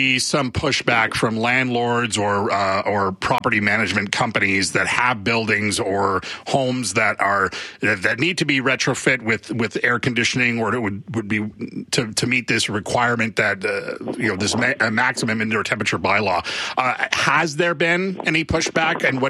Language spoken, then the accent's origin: English; Quebec, Canada; also born or lived in Ontario; You know, Abby, I grew up in Quebec and Ontario, and I know what that heat is like out there.